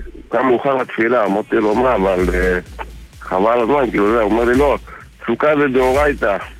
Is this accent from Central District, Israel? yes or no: yes; Elad, Central District, Israel